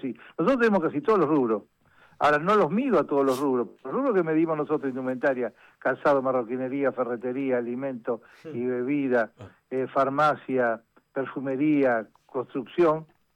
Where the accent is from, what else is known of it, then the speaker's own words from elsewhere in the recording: Rosario, Santa Fe, Argentina; Yo soy del Rosario, provincia de Santa Fe.